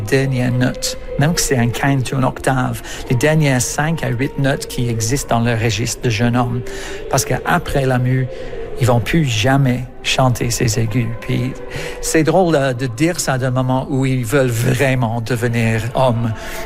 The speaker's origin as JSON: {"language": "French", "region": "England", "country": "United Kingdom", "second_language": "French", "moved": "yes", "lives_now": "Canada", "said": "Je suis anglais de l'Angleterre. Puis j'étais petit chanteur dans une des cathédrales au nord de l'Angleterre, jeune."}